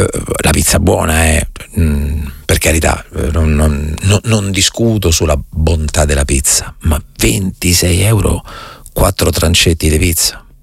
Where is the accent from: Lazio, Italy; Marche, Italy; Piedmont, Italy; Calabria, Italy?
Lazio, Italy; Rome; guardando la mia carta d'identità neanche sono romano di nascita, comunque romano c'ero solamente io